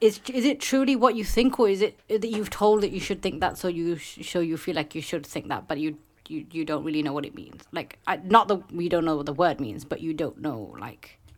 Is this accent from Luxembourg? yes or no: no; United Kingdom; we make this whole thing as British Asians